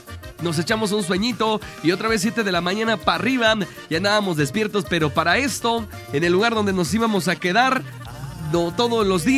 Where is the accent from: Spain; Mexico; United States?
Mexico; Maravatío, Michoacán; somos de Maravatío, Michoacán